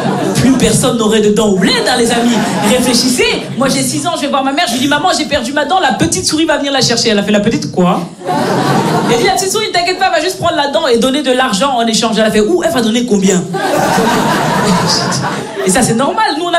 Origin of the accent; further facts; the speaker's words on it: Belgium; Moi, je suis née et j'ai grandi en Belgique. Mes parents sont nés, ils ont grandi au Cameroun.